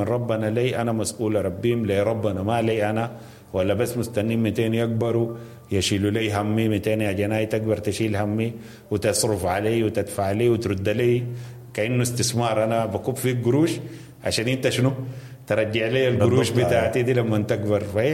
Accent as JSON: {"language": "Arabic", "country": "Sudan", "said": "انا كسوداني"}